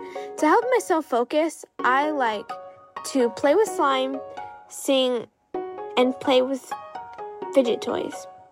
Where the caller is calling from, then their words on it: South Korea; I live in South Korea.